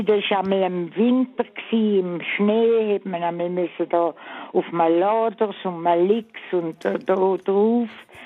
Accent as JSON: {"language": "German", "town": "Chur", "region": "Graubünden", "country": "Switzerland", "tie": "born or raised there", "also_born_or_lived": "Sufers", "said": "Ich bin in Chur aufgewachsen."}